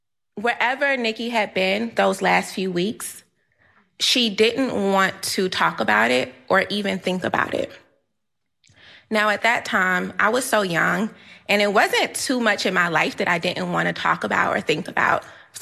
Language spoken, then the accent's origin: English; Gary, Indiana, United States; moved away as an adult; now in Washington, United States; This started when I first moved from Gary, Indiana, my hometown, to Washington, D.C., to attend school at Howard University.